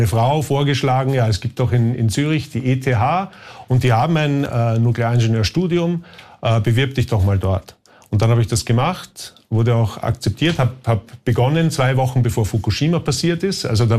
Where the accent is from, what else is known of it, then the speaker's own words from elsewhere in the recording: Austria; now in Switzerland; Als Österreicher